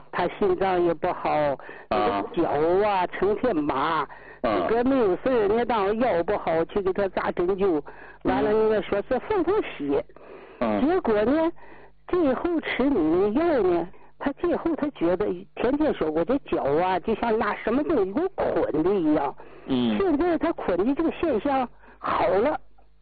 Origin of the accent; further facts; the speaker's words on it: Dalian, Liaoning, China; 大连的呀，